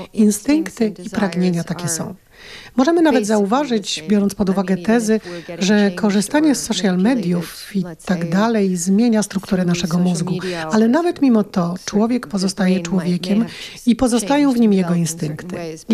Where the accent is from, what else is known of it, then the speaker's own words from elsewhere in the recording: Canada; Polish is a second language; also born or lived in Netherlands; now in France; jestem Kanadyjką, 20 lat żyłam w Holandii, od 10 lat mieszkam we Francji, gdzie nawet nie mogę głosować.